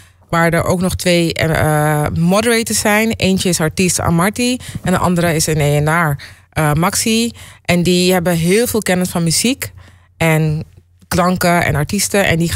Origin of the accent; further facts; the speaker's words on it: Ghana; Ten eerste ben ik heel trots op waar ik vandaan kom. Ik kom zelf uit Ghana.